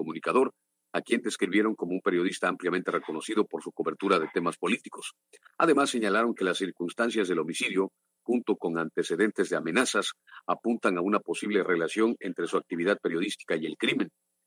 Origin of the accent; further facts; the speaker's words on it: Oaxaca, Mexico; para nosotros como oaxaqueños, que en medio de la guelaguetza de este 2026